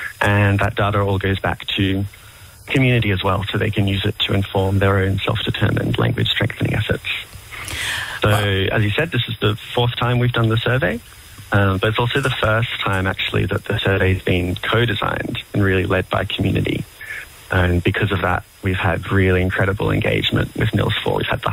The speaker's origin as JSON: {"language": "English", "town": "Canberra", "region": "Australian Capital Territory", "country": "Australia", "tie": "born or raised there", "also_born_or_lived": "Kununurra", "said": "family originally came to Australia from Ireland and Scotland mainly around 100, 150 years ago. But I grew up here on Ngunnawal country in Canberra, where Zoe and I are both calling from."}